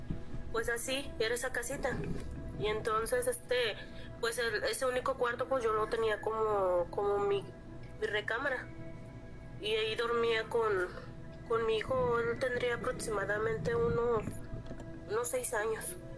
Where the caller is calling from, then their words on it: Michoacán, Mexico; Desde Michoacán.